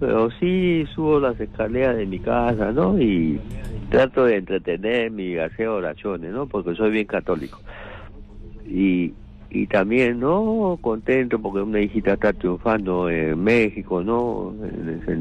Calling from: Callao, Peru; la voz de Callao.

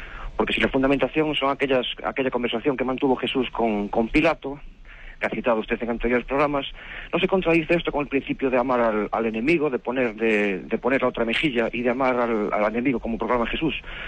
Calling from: Pontevedra, Galicia, Spain; Soy … de Pontevedra.

